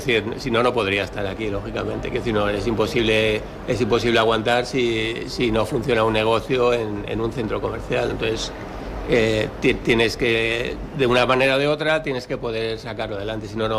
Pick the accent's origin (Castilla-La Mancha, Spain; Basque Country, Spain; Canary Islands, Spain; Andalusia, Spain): Castilla-La Mancha, Spain; Guadalajara; nosotros somos de Guadalajara